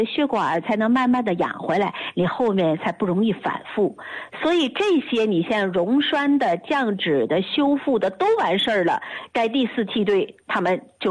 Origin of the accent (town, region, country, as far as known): China